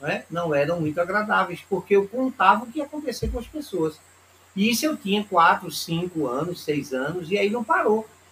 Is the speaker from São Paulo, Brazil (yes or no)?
no; Alagoas, Brazil; now in Recife, Brazil; Eu saí de Alagoas e viemos morar em Recife.